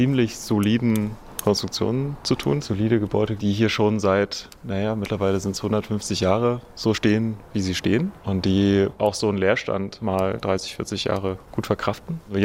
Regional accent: Thuringia, Germany; ich komme aus dem Nachbarort. Also ich habe hier eine Verbindung zu. Ich kannte das auch schon immer, dieses Gelände hier.

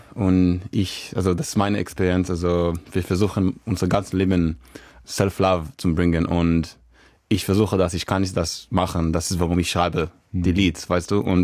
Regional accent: Israel; first language Hebrew; German is a second language; also einfach im Hebräisch, also meine Muttersprache.

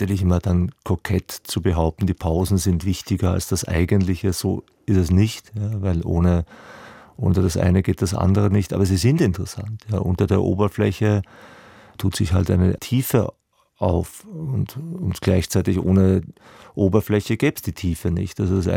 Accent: Vienna, Austria; now in Berlin, Germany; jetzt im Burgtheater in Wien. Und das war toll. Das ist ja auch meine Herkunft, da, meine Heimat neben Berlin.

